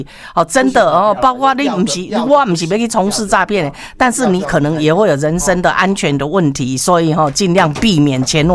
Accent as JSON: {"language": "Chinese", "country": "Taiwan", "said": "我们台湾人"}